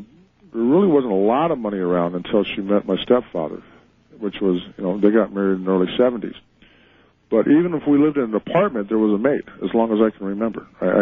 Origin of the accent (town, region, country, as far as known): Sacramento, California, United States; born there